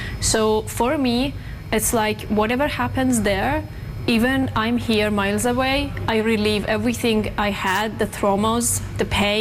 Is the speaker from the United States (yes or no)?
no; Iran; I'm like originally from Iran. I had a lot of like traumas back in Iran.